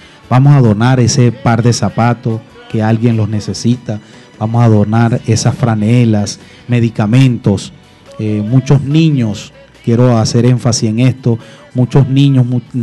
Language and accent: Spanish; Venezuela